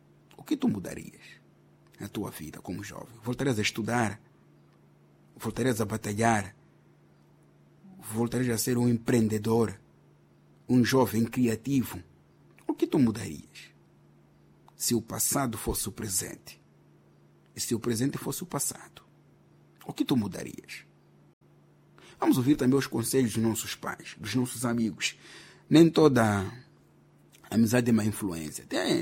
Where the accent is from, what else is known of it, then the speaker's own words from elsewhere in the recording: Zambezia, Mozambique; desta nossa vasta e bela província da Zambésia